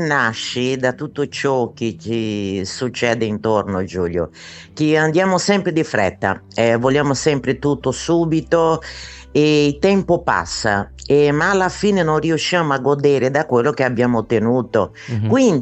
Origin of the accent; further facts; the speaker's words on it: Brazil; moved away; la canzone che è di origine del mio paese, Brasile.